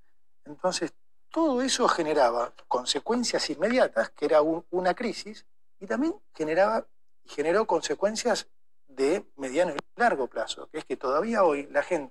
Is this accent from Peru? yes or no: no; Argentina; uno tiene que estar como argentino.